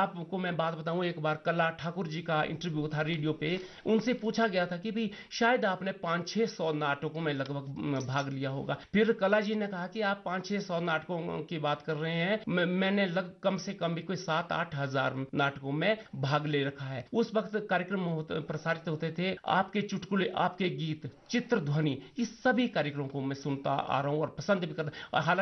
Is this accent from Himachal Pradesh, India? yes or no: yes; Mandi district, Himachal Pradesh, India; मैं तहसील करसोग, जिला मंडी, गांव तलहन का रहने वाला हूं।